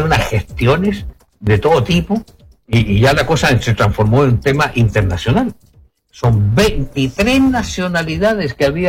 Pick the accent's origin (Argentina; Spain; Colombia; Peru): Spain; digo yo como español